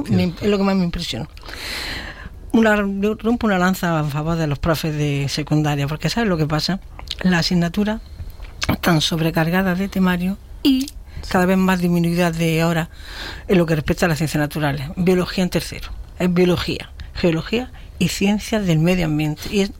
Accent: Granada, Andalusia, Spain; moved away as an adult; now in Almería, Spain; Yo soy granadina y cuando yo vine a vivir aquí hace 25 años

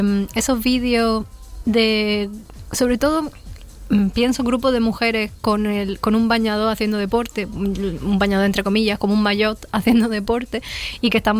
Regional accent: El Ejido, Andalusia, Spain; Yo soy de Elegido, o sea, yo vivo en Elegido. Elegido es un pueblo, no es Almería, no es una ciudad.

